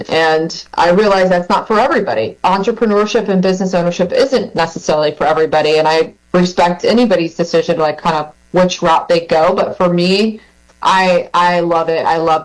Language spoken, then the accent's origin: English; Sarasota, Florida, United States; I'm actually a Floridian. I was born in Sarasota and moved around a couple times, but always made my way back, and in a wonderful town called Lakeland.